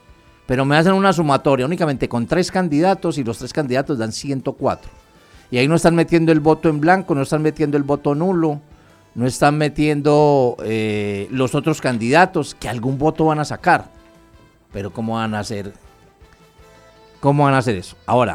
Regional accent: Colombia; nosotros como colombianos

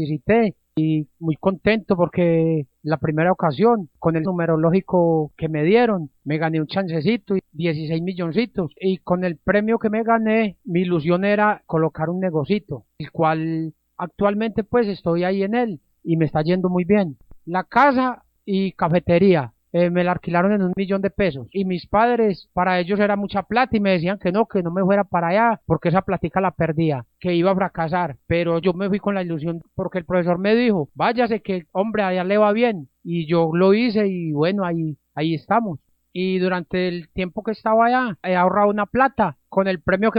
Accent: Supía, Caldas, Colombia; Yo soy de Supía, Caldas.

